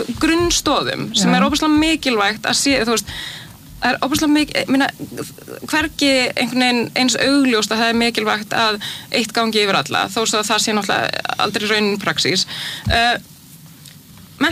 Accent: Sweden; now in Iceland; Ég alinn upp í Svíþjóð og bjó opaslega lengi þar.

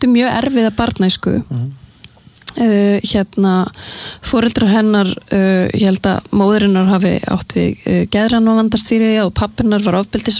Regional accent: Sweden; born or raised there

